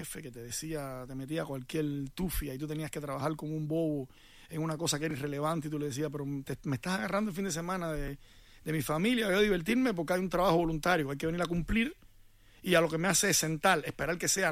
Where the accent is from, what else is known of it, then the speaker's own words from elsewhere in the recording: Cuba; En Cuba, en mi pueblo, ahí, uno de los líderes más grandes de, o que más mediático era en la oposición en Cuba era de mi pueblo